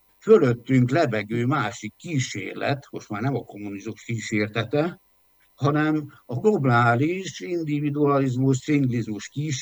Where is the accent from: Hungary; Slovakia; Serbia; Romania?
Slovakia; jelenleg is a Benes dekrétumok alatti büntető hatás alatt állok, mivel felvidéki magyar vagyok, onnan származom